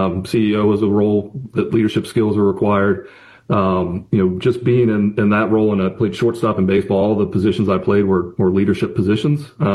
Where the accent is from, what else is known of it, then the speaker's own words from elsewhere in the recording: Salem, Virginia, United States; I'm from Salem, Virginia, and I'm the oldest of three.